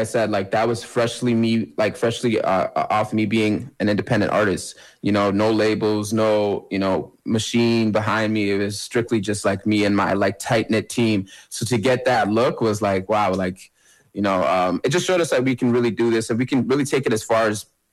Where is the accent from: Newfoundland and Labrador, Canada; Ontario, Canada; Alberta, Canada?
Alberta, Canada; Edmonton; growing up in Edmonton has kind of made us make music in a certain way.